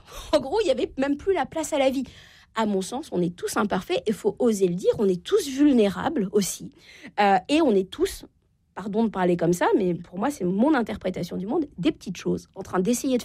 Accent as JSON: {"language": "French", "region": "Normandy", "country": "France"}